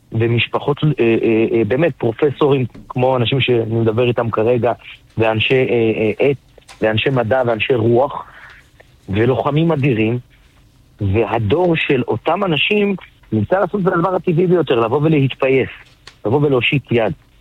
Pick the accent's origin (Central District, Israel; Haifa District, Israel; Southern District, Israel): Southern District, Israel; Ofakim; מאופקים, משכונת אלי כהן, איש פשוט.